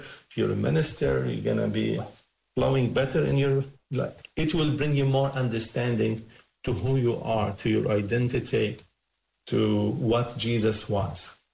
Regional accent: Jerusalem, Jerusalem District, Israel; Because I am from Jerusalem. The Via Dolorosa is my playground.

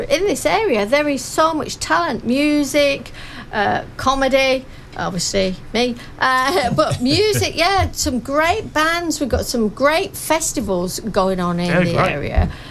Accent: Yorkshire and the Humber, United Kingdom; accent: Yorkshire; also born or lived in Germany; Mine's mixed with Yorkshire. See, when I lived in Germany

